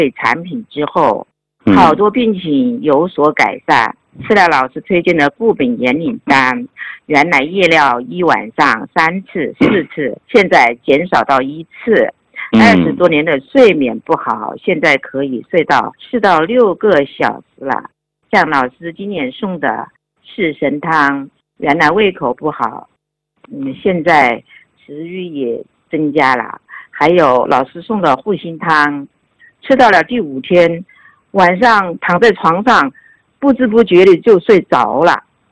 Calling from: Wuhan, Hubei, China; 我是来自湖北武汉的学员。

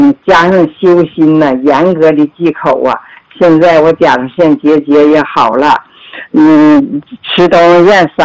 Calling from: Daqing, Heilongjiang, China; 我来自黑龙江大庆市，

